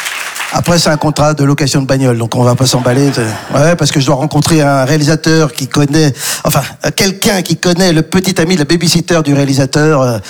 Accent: Belgium; Surtout quand on est belge et congolais, quoi. Je veux dire, les Américains, ils connaissent rien de la Belgique et du Congo.

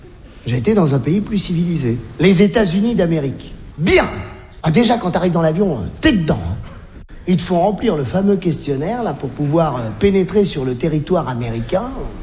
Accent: Algeria; born there; Je suis né en Algérie. Mais qu'est-ce qui m'a pris à moi de naître en Algérie ?

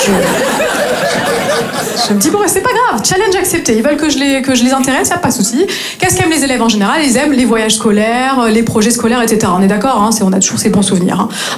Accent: Grand Est, France; moved away as an adult; now in Marseille, France

